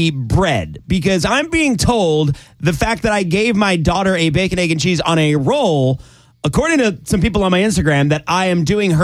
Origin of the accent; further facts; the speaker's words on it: Long Island, New York, United States; We're not from New Jersey. But, we're not from Florida. We're not from Texas. We put our bacon, egg, and cheeses on Long Island on a roll and only a roll.